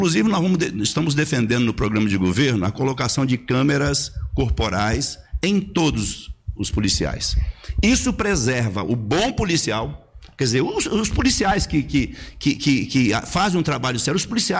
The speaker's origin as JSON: {"language": "Portuguese", "town": "Cariacica", "region": "Espírito Santo", "country": "Brazil", "said": "Eu sou de Cariacica, conheço bem a realidade do Espírito Santo"}